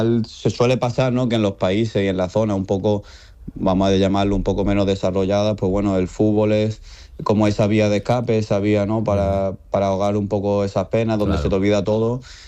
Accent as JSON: {"language": "Spanish", "town": "Málaga", "region": "Andalusia", "country": "Spain", "tie": "born or raised there", "moved": "as an adult", "lives_now": "Tangerang, Indonesia", "said": "yo nací en Málaga, soy malagueño, me crecí en Málaga, mi madre es malagueña, pero con 19 o 20 años, pues bueno, me surgió la posibilidad de tener la doble nacionalidad por parte de padre"}